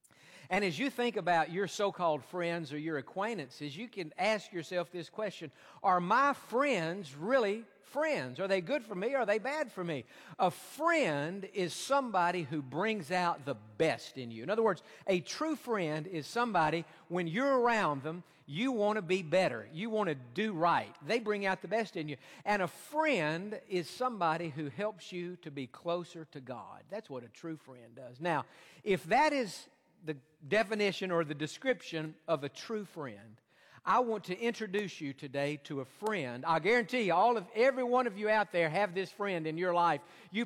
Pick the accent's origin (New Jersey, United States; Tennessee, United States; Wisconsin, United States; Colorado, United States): Tennessee, United States; born or raised there